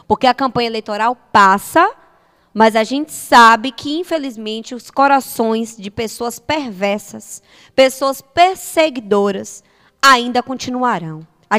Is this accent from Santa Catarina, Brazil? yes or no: no; Coração de Maria, Bahia, Brazil; a cidade do Coração de Maria, que é minha terra natal